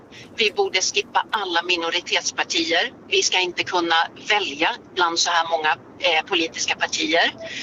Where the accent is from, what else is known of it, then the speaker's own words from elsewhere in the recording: Norrland, Sweden; jag är ju uppvuxen uppe i Norrland.